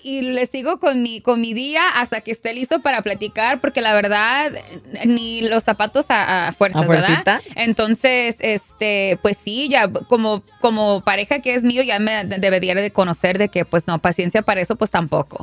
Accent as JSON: {"language": "Spanish", "region": "California", "country": "United States", "tie": "born there", "said": "yo soy nacida aquí en California. Mis padres son mexicanos"}